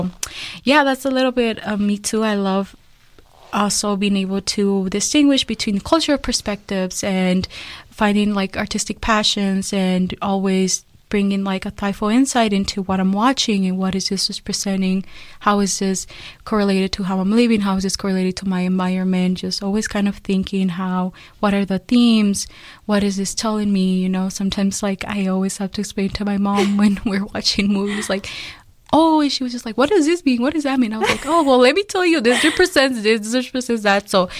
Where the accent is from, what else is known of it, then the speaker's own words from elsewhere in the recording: Mexico; So I was born in Mexico, and I was raised in a little village.